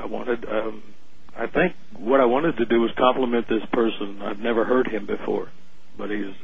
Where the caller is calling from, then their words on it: Indiana, United States; In Indiana.